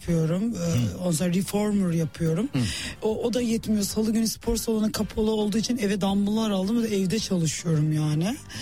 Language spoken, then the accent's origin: Turkish; Kırıkkale, Turkey; Şimdi ben Kırıkkaleliyim. Ankaralıyım.